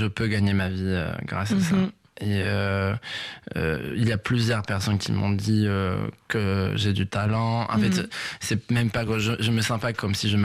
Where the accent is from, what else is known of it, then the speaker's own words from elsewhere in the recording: Serbia; moved away; Parce que comme j'ai grandi en Serbie